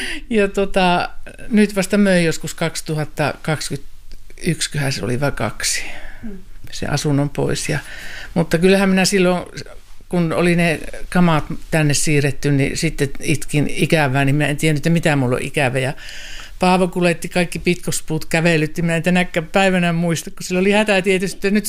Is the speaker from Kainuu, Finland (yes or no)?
yes; Sotkamo, Kainuu, Finland; also born or lived in Kajaani; Ja minun juuret on syvästi Sotkamossa ja Sotkamon Jymyssä, mutta aikuiselämä asunut Kajaanissa.